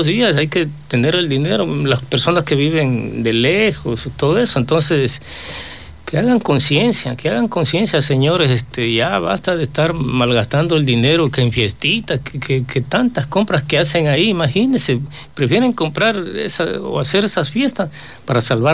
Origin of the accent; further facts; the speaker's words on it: Ecuador; nosotros somos también ecuatorianos.